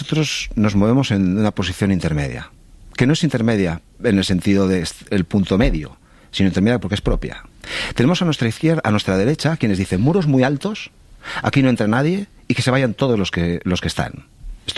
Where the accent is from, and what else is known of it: San Sebastián, Basque Country, Spain